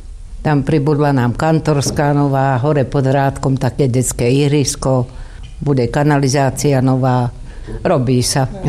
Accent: Ochtiná, Košice Region, Slovakia; Z Ochtinej. Tu aj bývam. Celý život som tu.

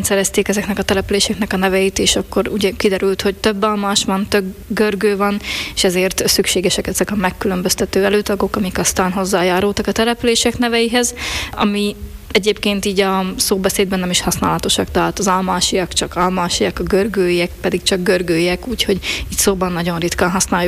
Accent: Jablonov nad Turňou, Košice Region, Slovakia; bár Jablonca most egy kicsit így ezáltal a szülőfaluma háttérbe került

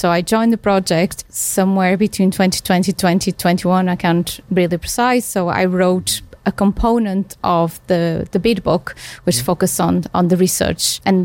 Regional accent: Porto, Norte, Portugal; But as I mentioned, I come from Portugal and my hometown is Porto, which was European Cup of Culture 2001.

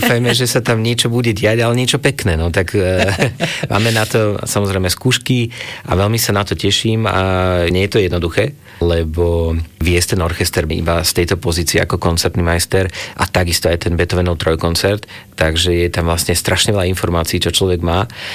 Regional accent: Vrútky, Žilina Region, Slovakia; hrávam často doma vo Vrútkach, odkiaľ ja pochádzam, takže tam napríklad pravidelne každý rok sa snažím byť, keď to proste ide.

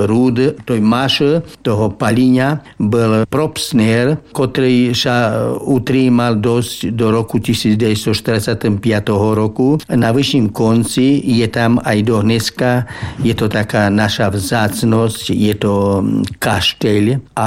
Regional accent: Jakubany, Prešov Region, Slovakia; born or raised there

